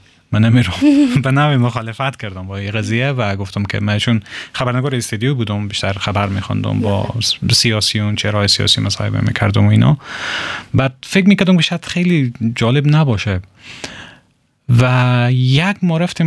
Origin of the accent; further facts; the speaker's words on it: Herat, Afghanistan; و متولد هراتم.